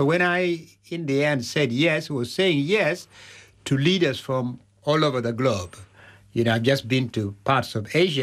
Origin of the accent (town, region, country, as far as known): Uganda; also born or lived in North America; now in Western Europe